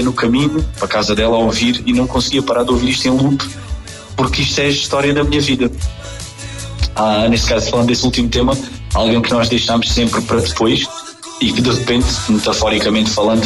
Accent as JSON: {"language": "Portuguese", "region": "Alentejo", "country": "Portugal", "said": "Nós somos do Alto Alentejo. E nós estávamos numa casinha de madeira, no meio do nada, numa zona fluvial, numa praia ribeirinha"}